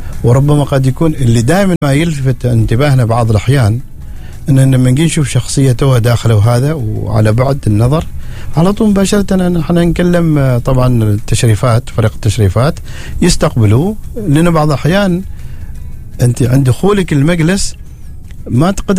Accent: Oman; هذه من شيمة العماني هكذا تربيتنا كذا نحن كعمانيين نشأتنا هكذا يعني

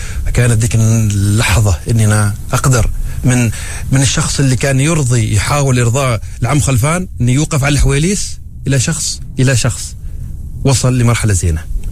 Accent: Oman; قليلين ممثلين عندنا في عمان، كم واحد بس

